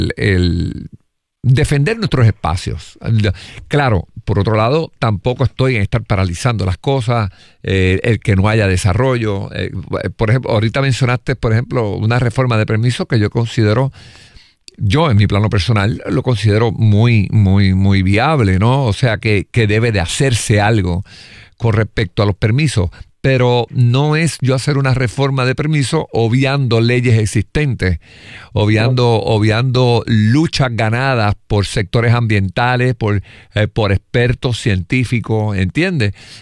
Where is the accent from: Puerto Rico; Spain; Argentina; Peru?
Puerto Rico; yo me considero muy puertorriqueño